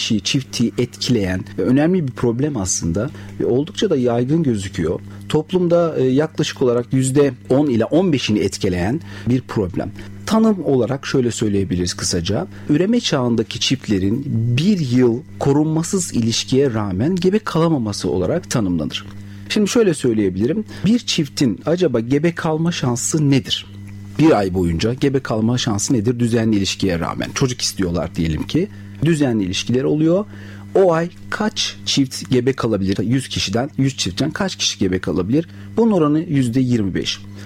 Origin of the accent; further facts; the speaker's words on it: Denizli, Turkey; 1974 yılında Denizli'de doğdum ve 38 yaşındayım. İlk ve orta öğretimimi Denizli'de tamamladıktan sonra İzmir Fen Lisesi'ni kazandım.